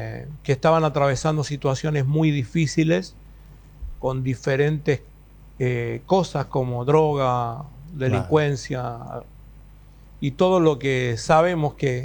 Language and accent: Spanish; Paraguay; now in Buenos Aires, Argentina; Bueno, nosotros salimos de Paraguay con el llamado de comenzar una obra en Capital Federal.